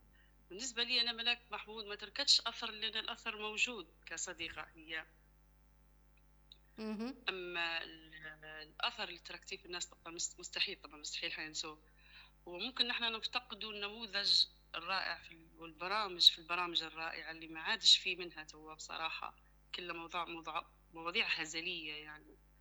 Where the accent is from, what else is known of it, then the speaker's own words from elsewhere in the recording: Libya; اللي صراحة محتاجين إحنا كشعب ليبي، نموذج يشرف المرأة الليبية